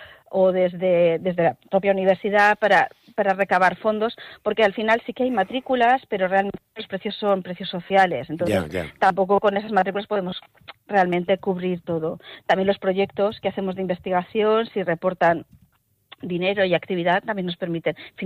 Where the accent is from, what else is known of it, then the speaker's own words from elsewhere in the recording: Spain; nosotros somos españoles